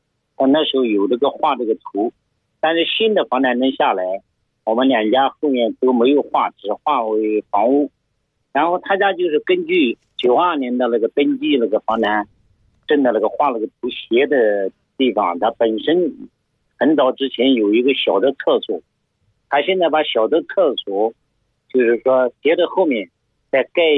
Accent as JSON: {"language": "Chinese", "region": "Anhui", "country": "China", "tie": "born or raised there", "said": "我们老家安徽农村的"}